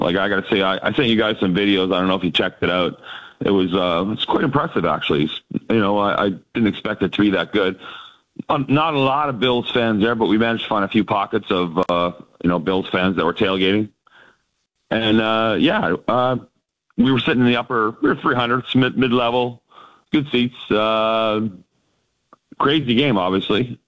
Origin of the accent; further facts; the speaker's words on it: St. Catharines, Ontario, Canada; St. Catharines.